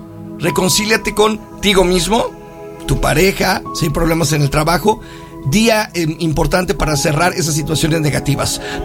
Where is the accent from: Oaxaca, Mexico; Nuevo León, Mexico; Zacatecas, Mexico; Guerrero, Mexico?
Zacatecas, Mexico; Jerez; soy de Jerez y ahí somos algunos medios mensos